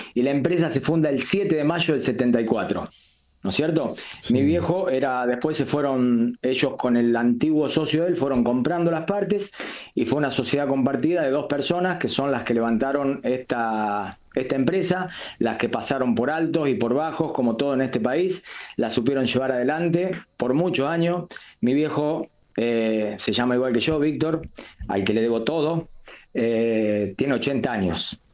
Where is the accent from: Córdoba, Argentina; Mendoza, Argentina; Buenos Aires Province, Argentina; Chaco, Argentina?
Córdoba, Argentina; Laborde; La Borde, mi pueblo querido, este 19 de mayo, de esta semana, cumplió 123 años. Un 19 de mayo de 1903 fue cuando se funda este pueblo, que lo fundaron justamente nuestros abuelos, los inmigrantes. … mi abuelo era un herrero